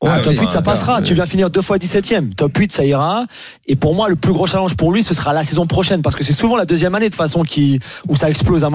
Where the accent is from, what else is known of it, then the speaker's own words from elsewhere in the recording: France; On le voit chez nous en France aussi ou même en Italie.